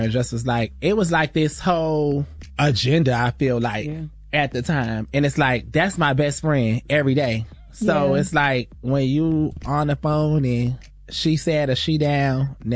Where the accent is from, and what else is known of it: Florida, United States; born or raised there